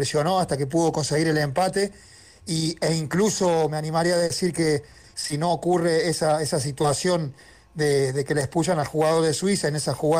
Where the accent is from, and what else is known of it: Argentina